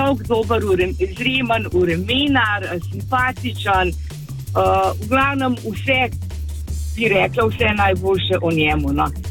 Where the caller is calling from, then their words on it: Tržič, Upper Carniola, Slovenia; ko sem se vozila iz Tržiča v Ljubljano v službo in tudi, čeprav sem zdaj že upokojenka